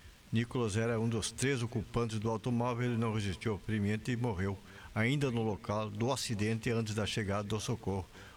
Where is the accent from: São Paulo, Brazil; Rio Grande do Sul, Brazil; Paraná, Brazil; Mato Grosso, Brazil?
Rio Grande do Sul, Brazil; Santo Antônio das Missões; moved away; Santo Antônio das Missões, lá na minha terrinha natal.